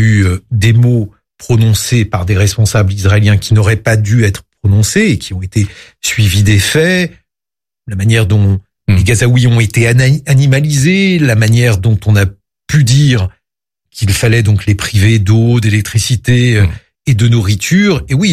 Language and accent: French; France; je suis français